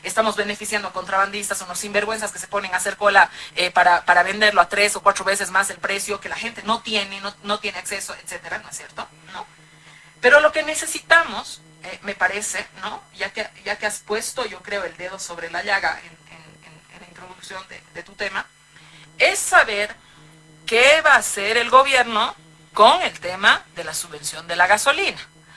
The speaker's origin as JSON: {"language": "Spanish", "country": "Bolivia"}